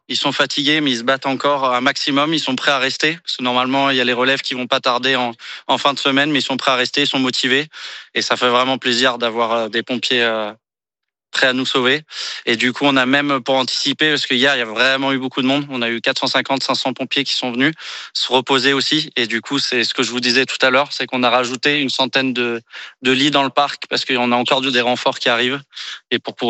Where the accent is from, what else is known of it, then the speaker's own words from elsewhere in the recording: Paris, Île-de-France, France; moi, je suis parisien